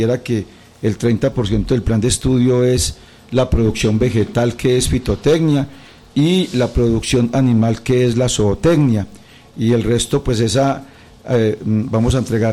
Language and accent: Spanish; Samaná, Caldas, Colombia; y hoy aquí en Samaná, en mi pueblo